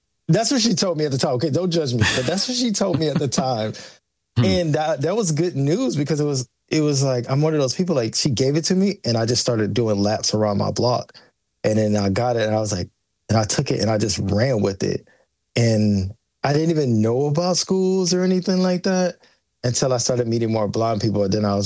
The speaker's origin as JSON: {"language": "English", "region": "Georgia", "country": "United States", "tie": "born or raised there", "said": "growing up in Georgia, like we have woods, a lot of woods everywhere."}